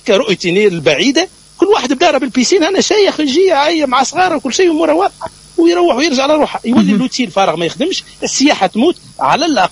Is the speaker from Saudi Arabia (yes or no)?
no; Tunisia; moved away; احنا كتونسي بالخارج